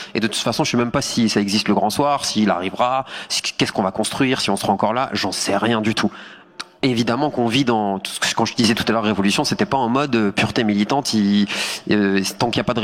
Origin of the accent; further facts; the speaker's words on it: France; moi aussi j'ai grandi avec presque dans la Vendée, dans le nord de la France.